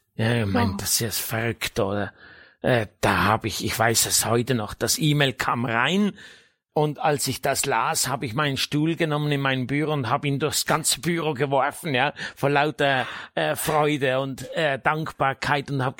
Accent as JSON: {"language": "German", "region": "Appenzell Ausserrhoden", "country": "Switzerland", "moved": "yes"}